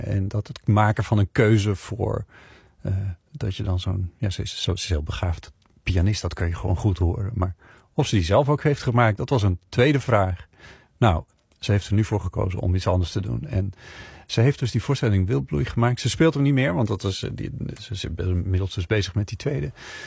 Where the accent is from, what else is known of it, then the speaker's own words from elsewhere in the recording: Friesland, Netherlands; born there; Want Valentina en ik delen geboortegrond. We komen beide uit Friesland.